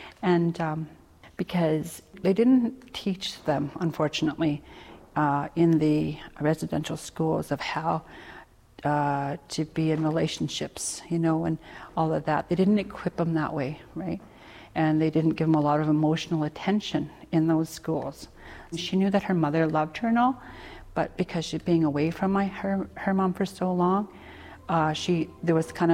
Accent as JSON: {"language": "English", "town": "Cold Lake", "region": "Alberta", "country": "Canada", "tie": "born or raised there", "said": "I was born and raised in Cold Lake, First Nations, yes. We were raised from parents that … they raised us in the Catholic Church."}